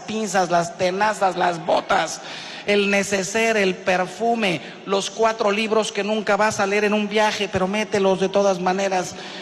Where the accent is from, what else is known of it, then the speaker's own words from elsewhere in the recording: Mexico; moved away; Yo soy de México, no sé si por aquí habrá alguno de México y coincide conmigo.